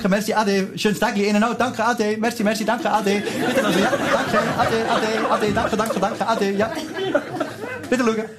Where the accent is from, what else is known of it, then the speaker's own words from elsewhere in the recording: Switzerland; Wissen Sie, ich komme aus der Schweiz.